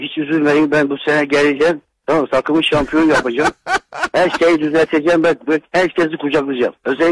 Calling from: Istanbul, Turkey; İstanbul'dan alıyorum. İyi bir Fenerbahçeliyim. 53 yaşındayım.

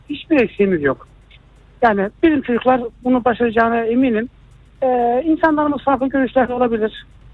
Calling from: Istanbul, Turkey; İstanbul'dan arıyorum.

